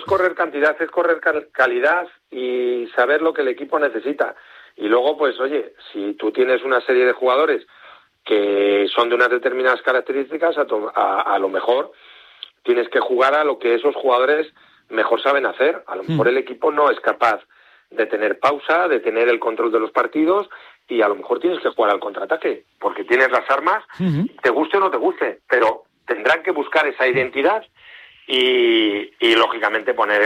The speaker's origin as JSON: {"language": "Spanish", "country": "Spain", "said": "Pues hombre, yo como español espero que lo gane un español."}